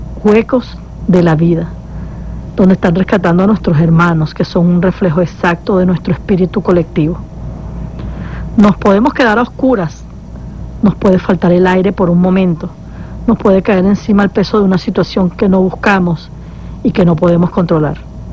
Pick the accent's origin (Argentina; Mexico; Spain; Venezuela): Venezuela; Nosotros como seres humanos, como venezolanos, estamos hechos de madera firme, pero de madera flexible, que se levanta después de cada adversidad.